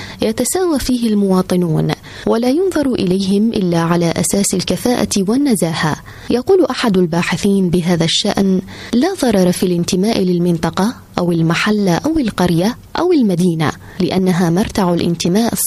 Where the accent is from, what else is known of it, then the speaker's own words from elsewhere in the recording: Iraq; في داخل بلدنا العراق.